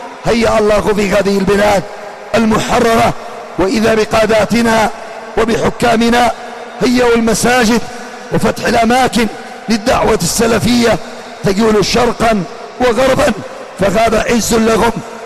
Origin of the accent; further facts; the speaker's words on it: Yemen; في بلادنا اليمن